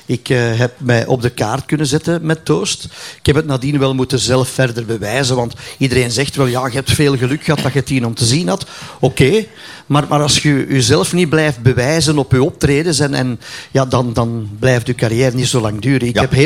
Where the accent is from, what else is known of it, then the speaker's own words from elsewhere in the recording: Flanders, Belgium; accent: Flemish; Dat is eigenlijk gewoon iets dat ontsproten is uit mijn dialect. Dus toen wij in de studio zaten, ja, onze technische engineer, dat was een Engelsman. Dus die kende de Vlaamse taal niet.